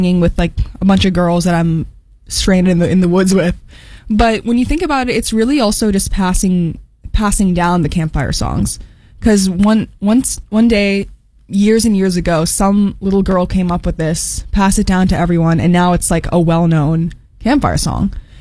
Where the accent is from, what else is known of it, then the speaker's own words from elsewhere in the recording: United States; as an American who grew up here